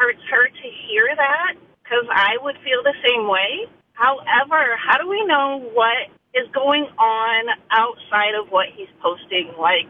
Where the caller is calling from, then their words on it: Fort Wayne, Indiana, United States; I'm calling from Fort Wayne. So I'm a single mom.